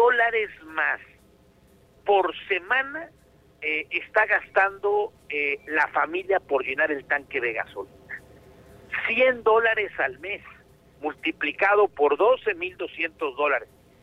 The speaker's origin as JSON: {"language": "Spanish", "country": "Mexico"}